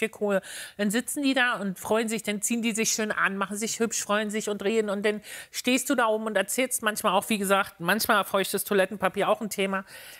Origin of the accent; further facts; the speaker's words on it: Berlin, Germany; ich komme aus Berlin